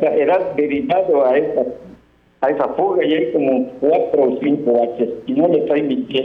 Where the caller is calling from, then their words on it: Yucatán, Mexico; vivimos aquí en la Fidel Velázquez